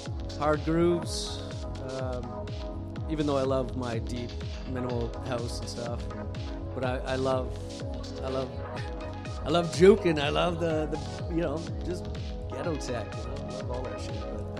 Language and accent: English; Windsor, Ontario, Canada; my hometown Windsor, into Canada.